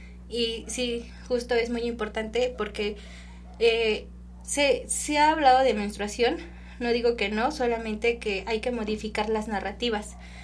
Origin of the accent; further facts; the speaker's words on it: Mexico; es parte de nuestra identidad como mexicanos